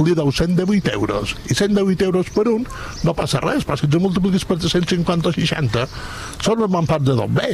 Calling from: Mallorca, Balearic Islands, Spain

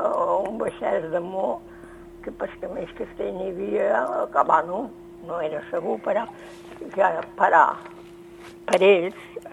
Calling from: Sant Lluís, Balearic Islands, Spain; Per això som ara de Sant Lluís.

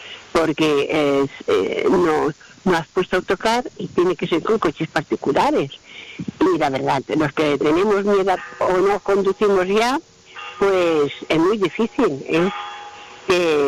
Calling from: Palma, Balearic Islands, Spain; Hola, mami. … de Palma.

